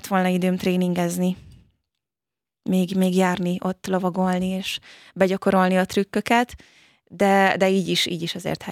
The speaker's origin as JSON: {"language": "Hungarian", "town": "Vácszentlászló", "region": "Pest", "country": "Hungary", "tie": "born or raised there", "also_born_or_lived": "Budapest", "said": "Én igen, ott nőttem fel, de Gödöllőn a Babatvölgyi Lovas Központban jártam."}